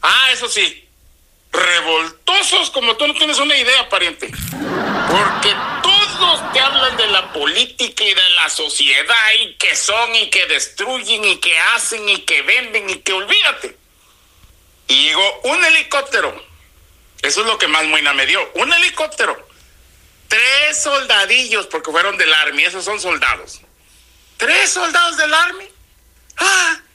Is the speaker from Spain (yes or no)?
no; Mexico; born there; Yo soy americano, soy nacido en México, gracias a Dios, y soy del continente americano